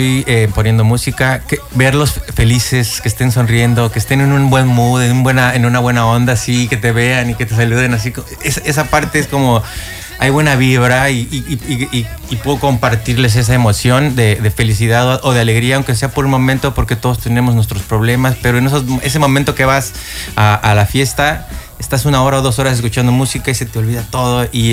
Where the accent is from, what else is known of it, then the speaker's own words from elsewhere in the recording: Mexico City, Mexico; now in Cancún, Mexico; porque yo soy de la Ciudad de México.